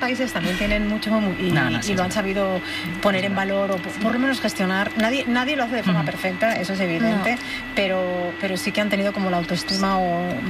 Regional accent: Barcelona, Catalonia, Spain; now in Madrid, Spain; yo que vengo de Barcelona, yo soy barcelonesa, cuando estoy en Madrid

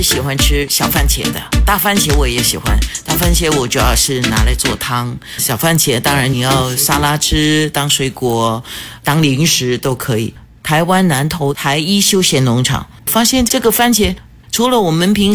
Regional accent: Singapore; 百香果都是我们新加坡人很喜欢的

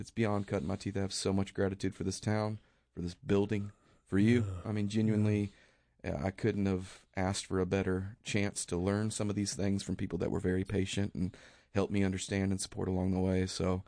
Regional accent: Nashville, Tennessee, United States; now in Juneau, United States; I mean, I grew up right around Nashville and was there for 5 or 6 years, but I kind of got done with that city, and I needed something different. And that's how I arrived in Juneau.

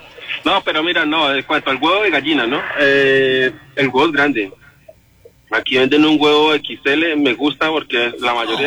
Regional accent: Llanos, Colombia; No, yo soy buen llanero, güey, puta, solo joropo.

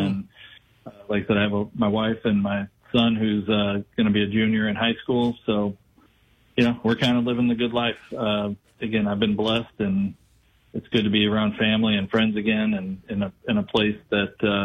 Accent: Belleville, Illinois, United States; also born or lived in Edwardsville; I was in Belleville

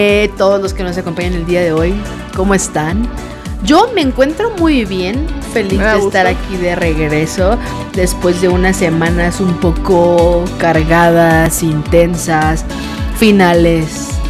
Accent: Hermosillo, Sonora, Mexico; ¿tú crees que como yo soy de Hermosillo y en Hermosillo siempre hay sol, yo siempre estoy de buenas?

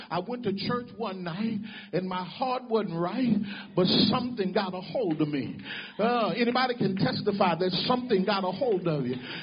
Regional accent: Brooklyn, Illinois, United States; I grew up in East St. Louis, or St. Louis, Missouri, a little town called Brooklyn, Illinois. It's the first all-black incorporated village in the whole wide world.

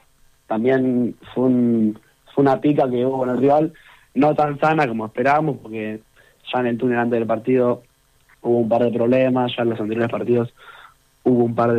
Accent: Argentina

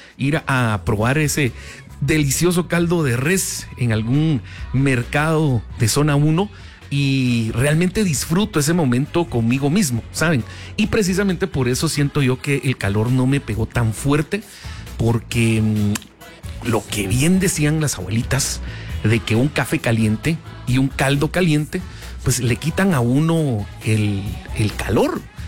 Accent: Guatemala

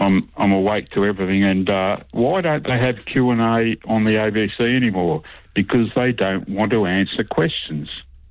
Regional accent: Victoria, Australia; My brother-in-law used to go into town, and I'm from Victoria, yeah, and he'd play that song.

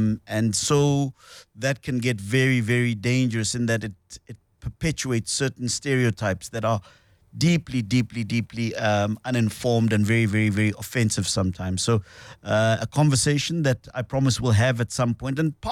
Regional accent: South Africa; as we try to understand ourselves and communities that make up the eclectic, I suppose, tapestry of being South African.

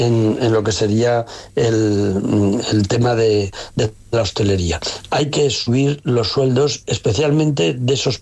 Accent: Zaragoza, Aragon, Spain; yo soy de Zaragoza, de un pueblo muy pequeño de 400 habitantes

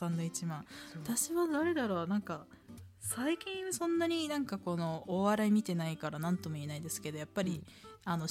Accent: Hiroshima, Japan; 私出身が広島なんで

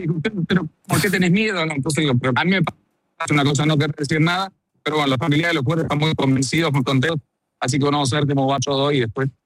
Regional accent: Argentina; La sensación hermosa que uno siente como argentino.

